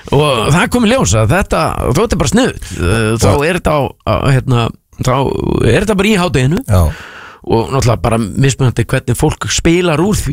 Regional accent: Garðabær, Capital Region, Iceland; ég nú alinn upp í Garðabæ

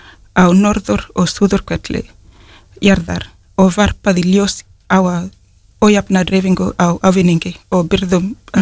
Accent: Kenya; Icelandic is a second language; moved away as an adult; now in Iceland; ég er frá Kenya en ég er líka ég kalla Ísland heim sko.

